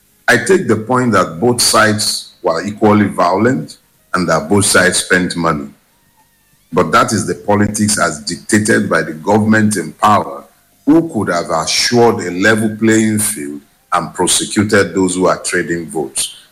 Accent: Osun, Nigeria; but it's my home state.

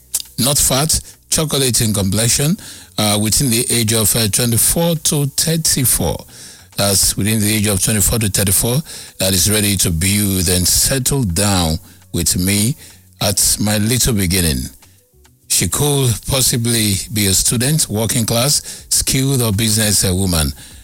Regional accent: Rivers, Nigeria; I'm from River State, residing in Port Harcourt, age 39

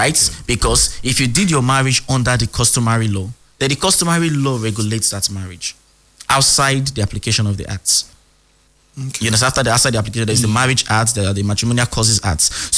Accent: Rivers, Nigeria; I'm from River State, and I'm proud. I'm coming from River State

